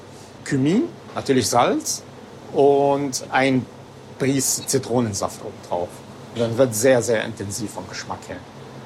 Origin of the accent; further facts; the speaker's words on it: Damascus, Damascus Governorate, Syria; moved away as an adult; now in Wuppertal, Germany; Ich komme ursprünglich aus Syrien, aus Damaskus.